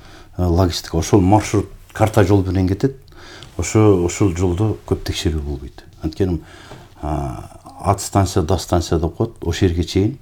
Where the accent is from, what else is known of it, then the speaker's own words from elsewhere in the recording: Talas Region, Kyrgyzstan; Мына биздин мына Таласта, менин төрөлүп өскөн жерим Талас болгондо фасоль бар.